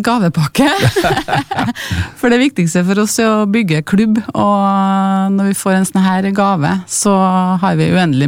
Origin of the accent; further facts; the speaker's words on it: Vikhammer, Trøndelag, Norway; Jeg bor der selv, født og oppvokst på Vikhammeråsen, og vi har aldri hatt denne plassen hvor vi kan møtes og bare sitte i lag.